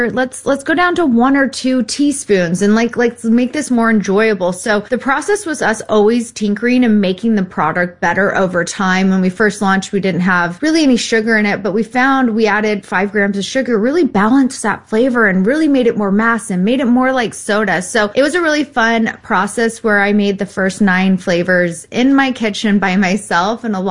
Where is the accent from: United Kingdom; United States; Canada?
United States; Texas; So we decided to buy a little house in Dallas, Texas, because I was from Texas. And I was like, oh, let's go home.